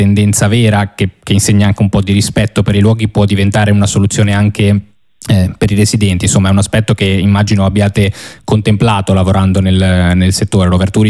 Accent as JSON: {"language": "Italian", "town": "Genoa", "region": "Liguria", "country": "Italy", "said": "io sono genovese"}